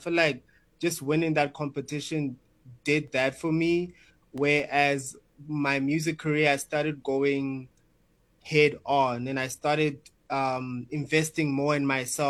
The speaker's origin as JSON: {"language": "English", "town": "Bethlehem", "region": "Free State", "country": "South Africa", "lives_now": "Johannesburg, South Africa", "said": "So I came from Bethlehem, like in the Free State, and I had recently just moved to Joburg."}